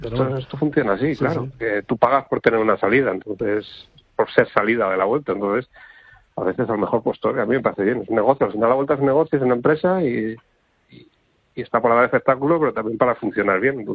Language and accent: Spanish; Segovia, Castile and León, Spain; Perico me encantó porque es de mi tierra, de Segovia